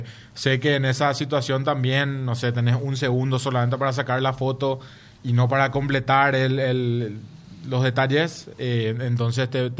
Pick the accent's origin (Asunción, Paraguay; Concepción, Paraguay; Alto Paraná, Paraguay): Asunción, Paraguay; me puedes decir que soy un asunceno